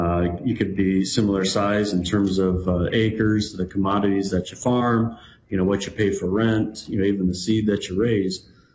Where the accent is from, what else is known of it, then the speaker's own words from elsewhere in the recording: Iowa, United States; So I grew up in Central Iowa.